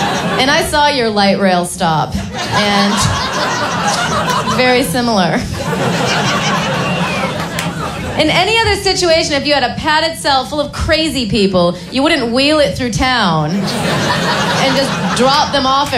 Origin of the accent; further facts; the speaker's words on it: Illinois, United States; So I'm from Illinois.